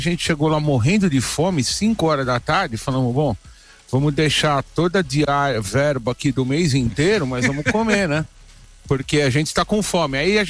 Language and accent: Portuguese; Santos, São Paulo, Brazil; now in São Paulo, Brazil; eu sou de Santos, né?